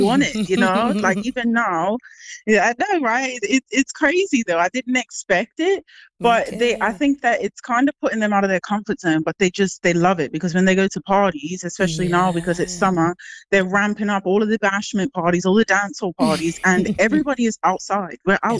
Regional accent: Bermuda; moved away

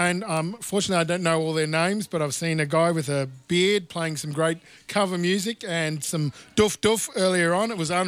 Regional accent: Wangaratta, Victoria, Australia; moved away as an adult; now in Northern Ireland, United Kingdom; I'm originally from a small place called Wangaratta, which is between Melbourne and Sydney.

